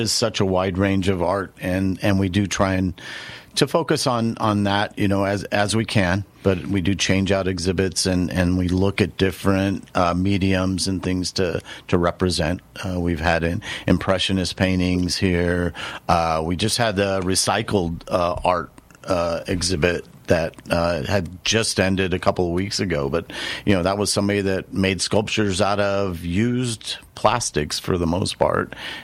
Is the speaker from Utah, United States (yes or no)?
no; California, United States; now in Las Cruces, United States; I came out from California originally. I was at a history museum out there